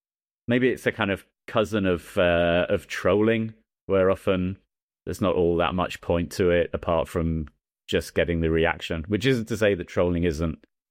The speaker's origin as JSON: {"language": "English", "region": "England", "country": "United Kingdom", "said": "Sorry, I'm English. I call it a shopping trolley."}